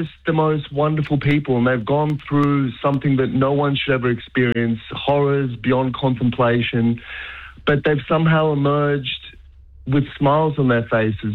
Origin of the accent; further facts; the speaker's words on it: Australia; It was about reveling in the beauty of Bondi and being an Australian